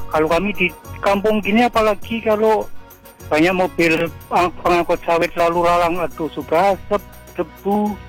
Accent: North Sumatra, Indonesia; Aku dari Sumatera Utara kayak. Dari Batak Karo ke Piring-Piring.

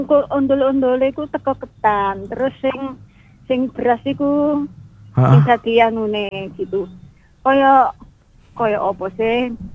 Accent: Pasuruan, East Java, Indonesia; now in Surabaya, Indonesia; Kalau di Pasuruan di desa saya sejak kecil ada.

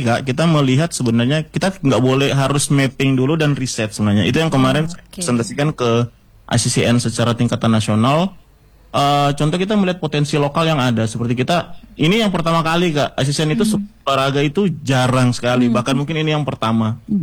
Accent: Lenganing, Indonesia; Tapi kalau di kampung saya Lenganing itu anak-anak muda lebih aktivasinya itu lebih ke ini, membuat parang Kak, beda Lenganing. Kampung saya Lenganing, dia mau jadi pandai besi.

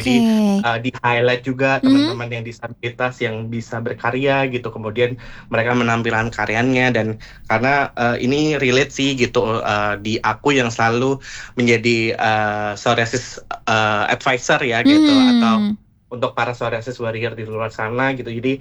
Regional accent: Java, Indonesia; kebetulan karena aku orang Jawa, dan aku suka banget pakai beskap karena terlihat elegan.

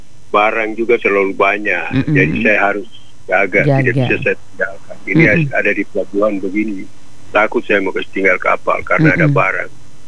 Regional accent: Jayapura, Papua, Indonesia; saya dari Jayapura.

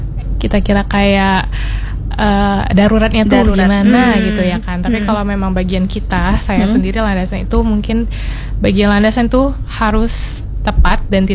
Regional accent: Medan, North Sumatra, Indonesia; now in Surabaya, Indonesia; Iya, jadi aku tuh asal dari Medan, Sumatera Utara.

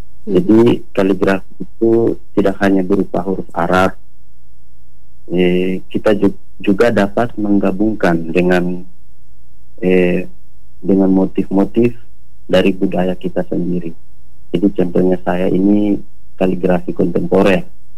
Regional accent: East Nusa Tenggara, Indonesia; born there

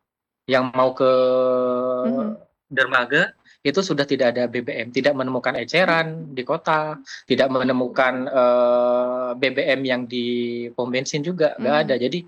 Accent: Sampang, East Java, Indonesia; Iya, saya dari Sampang, kota, yang mana setiap hari itu kan ngajarnya di Pulau Mandangin.

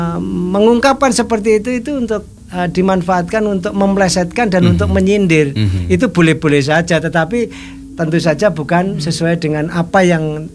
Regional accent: Java, Indonesia; Tetapi kita dengan cara kita masing-masing sebagai orang Jawa

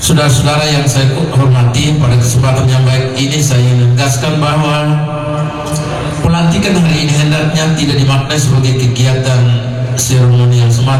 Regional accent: Sumba, East Nusa Tenggara, Indonesia; Jadi itu menjadi kebanggaan bagi kita sebagai orang Sumba dan sebagai tuan rumah yang tentu kita rawat terus.

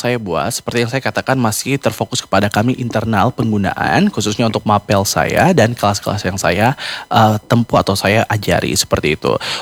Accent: Baliem Valley, Highland Papua, Indonesia; kebetulan kami Walilo dari Lembah Balim, Papua Pegunungan.

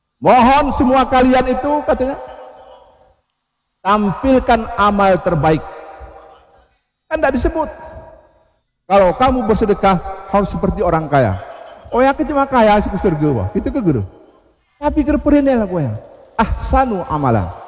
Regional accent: Aceh, Indonesia; kita di benar meriah ini

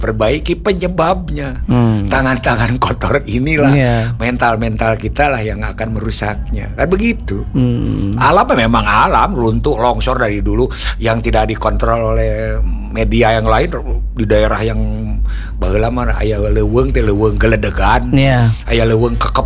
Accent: Bandung, West Java, Indonesia; Saya asli Bandung kan

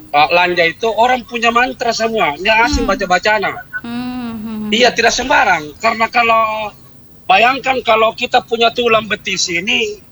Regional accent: Makassar, South Sulawesi, Indonesia; Jadi memang terbukti kita Bugis Makassar.

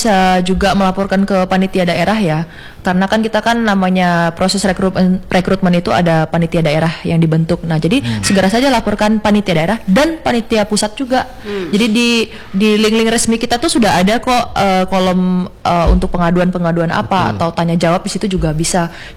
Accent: Jambi, Indonesia; moved away; Saya di Kalimantan Selatan. Saya orang berasal dari Jambi. Saya lahir besar di Jambi.

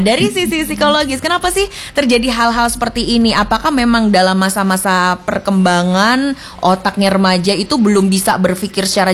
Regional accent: Java, Indonesia; kita sebagai orang Jawa

